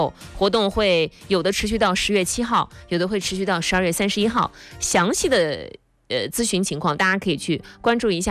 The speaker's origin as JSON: {"language": "Chinese", "region": "Shandong", "country": "China", "said": "我们山东人的厚道山东人"}